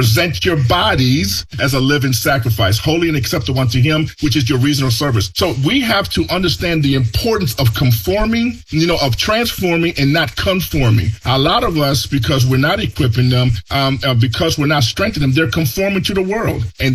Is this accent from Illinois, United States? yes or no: yes; Chicago, Illinois, United States; English is a second language; I had a teacher in high school told me, if you want to be successful, because I grew up in the projects of Chicago